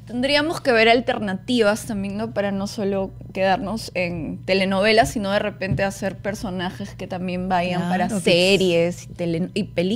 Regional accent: Peru; los peruanos somos muy telenoveleros

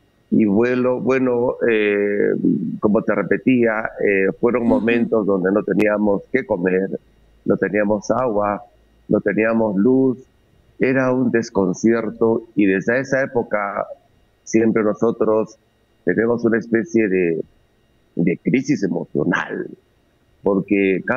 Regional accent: Peru; todos los peruanos tenemos esa cultura

